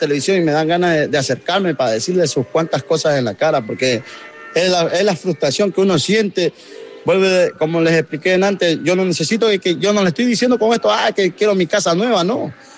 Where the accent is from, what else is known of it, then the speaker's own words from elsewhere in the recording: Ecuador; Yo tengo 32 años de edad. Soy de ecuatoriano.